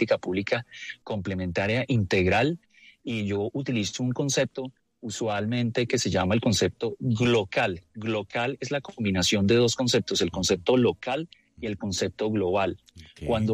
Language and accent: Spanish; Colombia